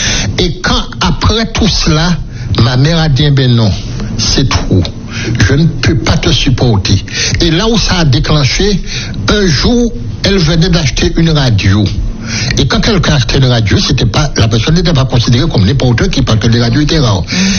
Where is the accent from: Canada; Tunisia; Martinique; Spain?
Martinique; Le Prêcheur; born there; quand je suis arrivé au prêcheur, j'ai eu un choc. Quand on m'a dit, ben voilà, chez ton papa, j'ai dit, mais non, chez mon papa. Ah là, c'est là que j'ai habité auparavant.